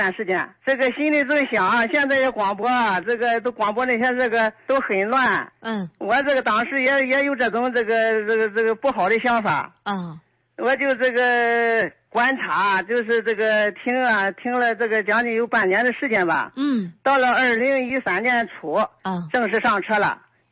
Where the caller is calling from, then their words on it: Zaozhuang, Shandong, China; 我是山东枣庄的